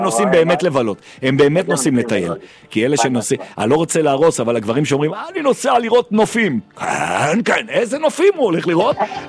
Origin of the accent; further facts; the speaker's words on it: Jerusalem, Jerusalem District, Israel; כי אני ירושלמי